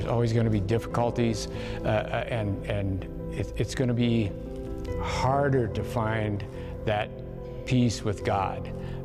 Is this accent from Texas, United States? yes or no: no; Great Falls, Montana, United States; I'm from Great Falls, Montana.